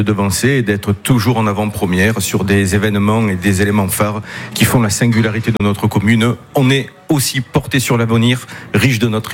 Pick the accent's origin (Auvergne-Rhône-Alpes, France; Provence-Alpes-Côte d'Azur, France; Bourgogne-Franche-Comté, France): Provence-Alpes-Côte d'Azur, France; Marseille; born there; now in La Ciotat, France; Et je suis né à Marseille, exactement.